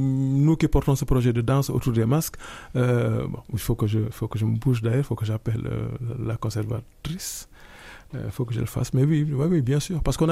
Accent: Senegal; moi, en tant que Sénégalais, j'ai eu la chance de voir quelques masques lors des initiations. Mais chez les Wolofs, on ne connaît plus les masques.

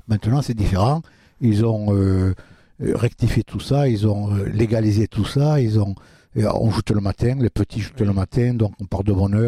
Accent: Le Dramont, Provence-Alpes-Côte d'Azur, France; Alors c'est vrai que moi, je suis natif du Dramont. Je suis né au Dramont.

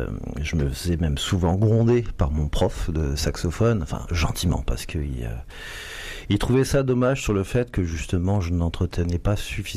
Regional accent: Vitry-le-François, Grand Est, France; Moi je suis d'origine de la Marne et là-bas à Vitry-le-François il y a beaucoup de commémorations militaires, des défilés.

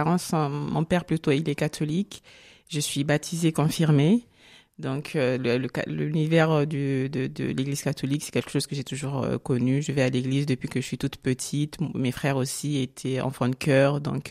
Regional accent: Gabon; also born or lived in Kinshasa, DR Congo / Kenya; now in France; alors moi je suis originaire du Congo, Kinshasa, RDC. Donc même si je n'ai pas grandi là-bas, j'ai plutôt grandi au Gabon. Et ensuite, après, j'ai continué mes études au Kenya.

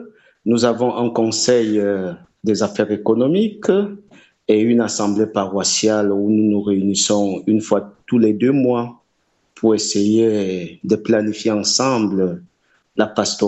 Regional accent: Cameroon; now in France; Je suis camerounais

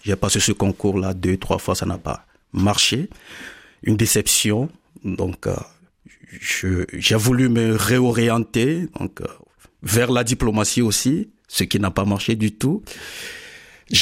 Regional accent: Togo; moved away as an adult; now in Montpellier, France; Je suis originaire du Togo, pasteur de l'église évangélique presbytérienne du Togo et en formation ici en France à l'Institut protestant de théologie, faculté de Montpellier depuis 2022.

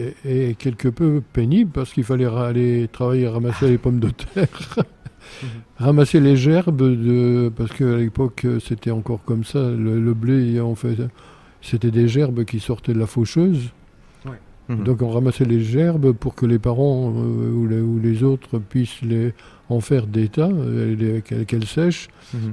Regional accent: Jarny, Grand Est, France; born there; also born or lived in Hannonville-sous-les-Côtes / Beuvillers; Meurthe-et-Moselle, mais à l'âge de 4 ans, on était sur Jarny

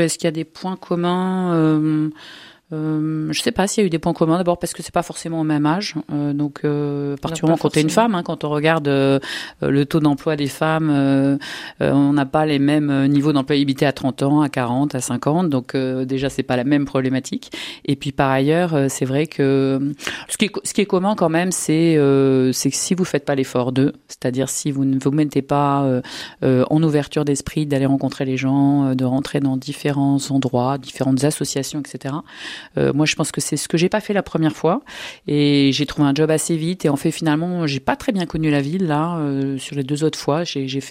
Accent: France; Je viens du Sud-Ouest, je me suis mariée avec un Alsacien.

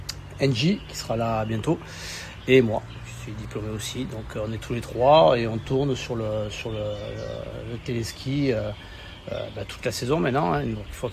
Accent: Perpignan, Occitanie, France

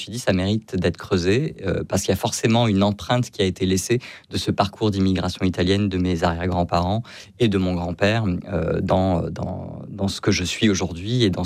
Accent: Hyères, Provence-Alpes-Côte d'Azur, France; Moi je suis originaire de Hyères, grandi à Hyères

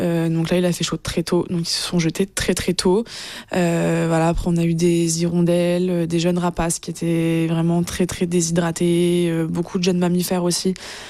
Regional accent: France

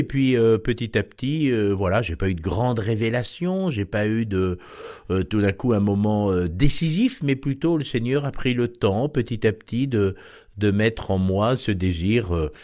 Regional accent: Alençon, Normandy, France; born there; je suis normand d'origine, né à Alençon, baptisé dans les fonts baptismaux de Thérèse.

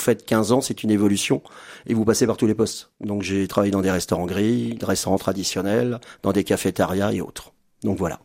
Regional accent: Mer, Centre-Val de Loire, France; je suis donc originaire de Mer

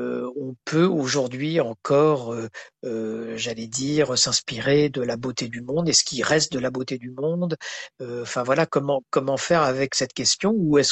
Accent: Nouvelle-Aquitaine, France; moi, je suis originaire de la Creuse

